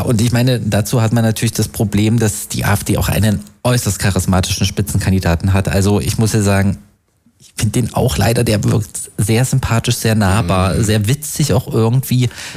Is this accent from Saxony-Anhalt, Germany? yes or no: yes; Saxony-Anhalt, Germany; now in Leipzig, Germany; Ja, du kommst mein Heimatbundesland.